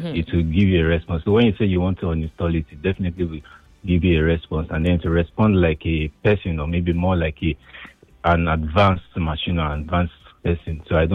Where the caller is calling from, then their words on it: Ikeja, Lagos, Nigeria; I'm calling from Ikeja.